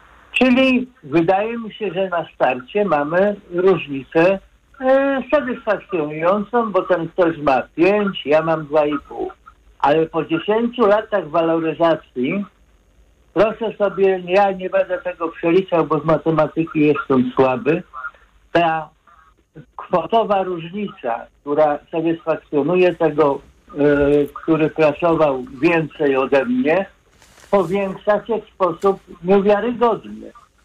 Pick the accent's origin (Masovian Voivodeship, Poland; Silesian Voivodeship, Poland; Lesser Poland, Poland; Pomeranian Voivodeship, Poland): Silesian Voivodeship, Poland; Katowice; Ponieważ jestem z Katowic, plus środowisko takich dorabiań w ochronie, które ja poznałem, to przede wszystkim górnicy.